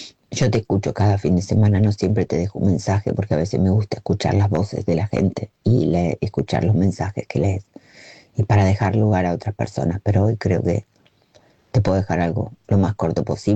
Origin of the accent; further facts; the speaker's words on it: Argentina; Todo el mundo sabe que yo soy argentina, no solo por el modo de hablar, no importa dónde esté.